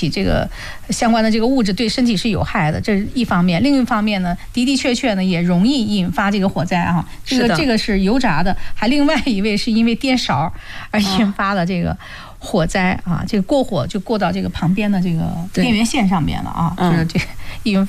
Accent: China; 我们中国人呢是讲究过气的

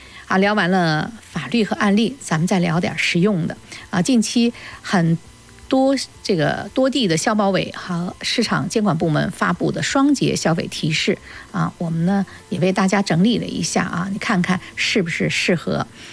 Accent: China

